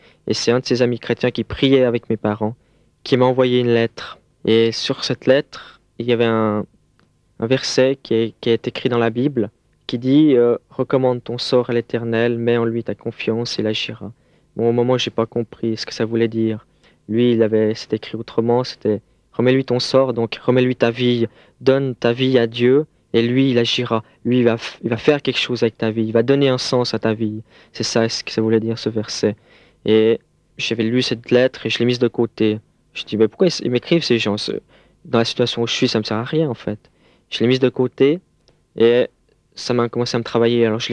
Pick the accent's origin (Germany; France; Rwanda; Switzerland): Switzerland; Geneva; born or raised there